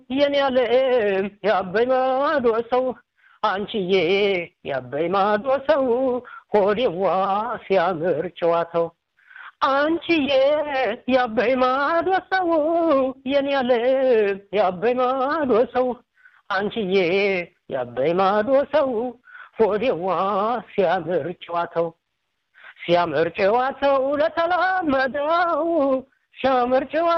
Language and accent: Amharic; Amhara, Ethiopia; born there; now in Gondar, Ethiopia; በእርግጥ የተወለድኩት ወደ ጎጃም አካባቢ ነው